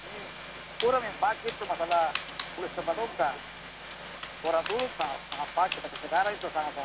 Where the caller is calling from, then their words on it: Makassar, South Sulawesi, Indonesia; saya Makassar ini